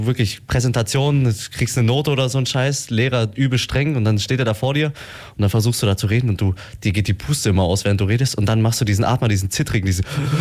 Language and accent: German; Memmingen, Bavaria, Germany; Nee. Ich komme aus Memmingen.